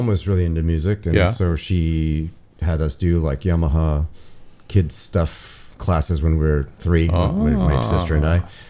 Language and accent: English; Maui, Hawaii, United States; moved away as an adult; also born or lived in Philadelphia; I'm from Maui. I grew up on Maui, but I lived in Philadelphia and other places for a long time, where I was an animation teacher. And when I moved back here 5 years ago